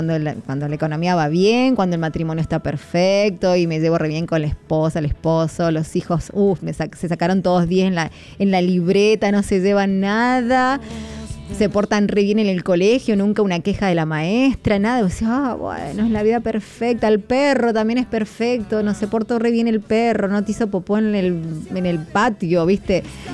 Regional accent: Argentina; nosotros también aquí como argentinos

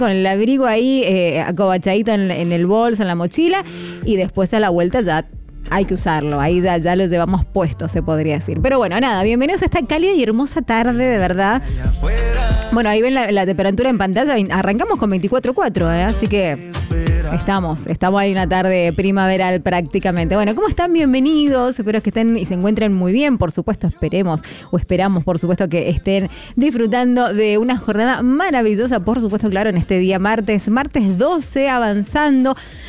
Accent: Argentina; Donde la ves ahí, vamos, somos argentinos.

